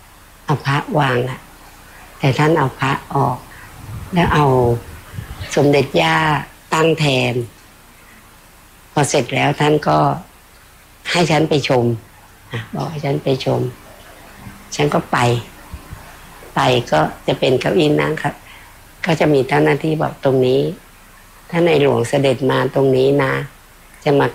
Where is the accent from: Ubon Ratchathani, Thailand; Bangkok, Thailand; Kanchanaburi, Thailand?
Kanchanaburi, Thailand; Bo Phloi; born there; ฉันเกิดที่อำเภอบ่อพลอยใช่ไหมคะที่เล่าอ่ะที่ว่าแต่เราก็มาจากเมืองจีน